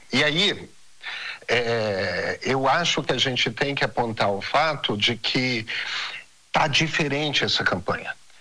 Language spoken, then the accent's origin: Portuguese; Rio de Janeiro, Brazil; Eu fui criado em Copacabana. Ali na Avenida Atlântica